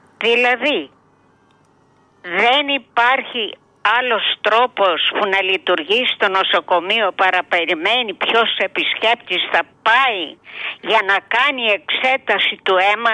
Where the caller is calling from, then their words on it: Greece; είμαι οργισμένη, είμαι ντροπιασμένη που είμαι Ελληνίδα.